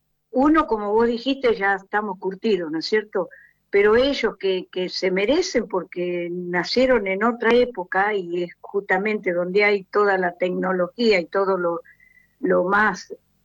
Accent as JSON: {"language": "Spanish", "town": "Lobería", "region": "Buenos Aires Province", "country": "Argentina", "tie": "born or raised there", "moved": "yes", "lives_now": "Playa Chapadmalal, Argentina", "said": "cuando yo era chica, yo nací en Lobería y tuvimos siempre cocina leña"}